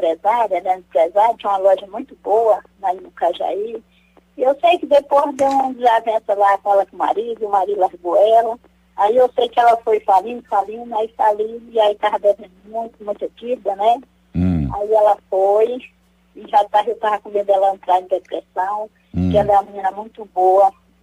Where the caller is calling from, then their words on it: Roraima, Brazil; Eu falo aqui de Roraima, mas estudo de Mucajaí.